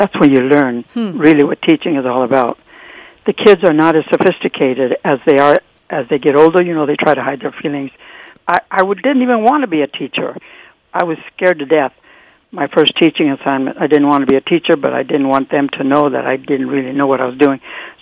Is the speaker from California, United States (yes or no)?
yes; San Bernardino, California, United States; I lived on the west side, and it was mostly Mexican and Italian families on the west side. It was fun, and it was a large Mexican community. I said we were Mexican then, not Latino.